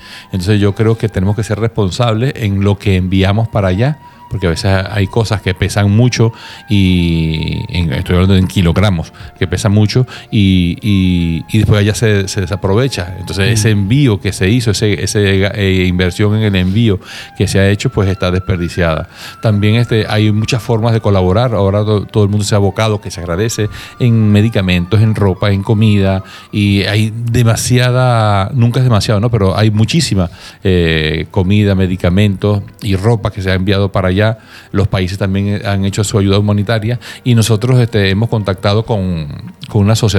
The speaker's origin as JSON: {"language": "Spanish", "region": "La Guaira", "country": "Venezuela", "moved": "yes", "said": "somos de Vargas"}